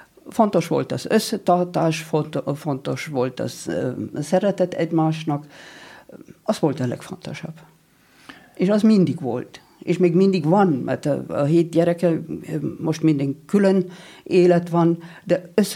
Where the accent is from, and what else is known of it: Bavaria, Germany; first language German; Hungarian is a second language; moved away as an adult; now in Hungary